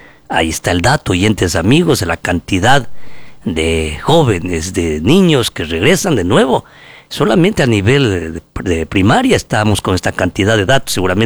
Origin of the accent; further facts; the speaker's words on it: Zamora-Chinchipe, Ecuador; como el café de mi tierra, café de Chinchipe, café Mayo, un café con tradición